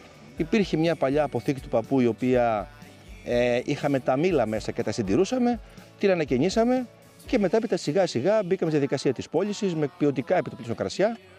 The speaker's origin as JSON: {"language": "Greek", "town": "Tripoli", "region": "Peloponnese", "country": "Greece", "tie": "born or raised there", "also_born_or_lived": "Skopi", "said": "Εγώ μεγάλωσα στην Τρίπολη Αρκαδίας, γεννήθηκα στη Σκοπή, έμεινα εκεί πέρα μέχρι 5 ετών και μετέπειτα πήγαμε με τους γονείς μου στην Τρίπολη."}